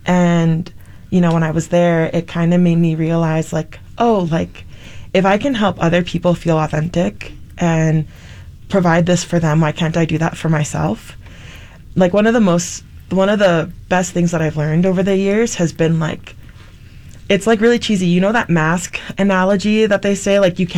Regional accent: Hawaii, United States; I didn't grow up in Utah. I was born and raised in Hawaii, and I grew up LDS

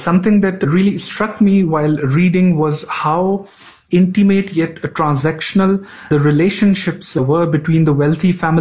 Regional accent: Lahore, Punjab, Pakistan; having grown up myself in Lahore

